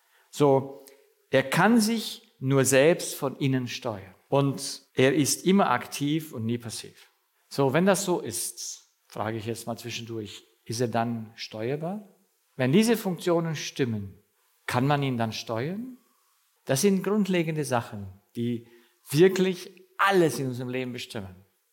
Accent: Romania; moved away; Und ich bin ja auch im Kommunismus aufgewachsen, in Rumänien.

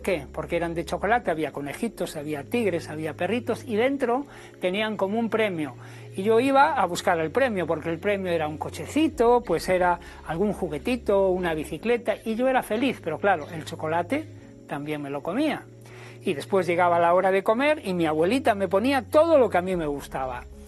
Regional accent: Ferrol, Galicia, Spain; born there; nací en Ferrol, en la provincia de La Coruña

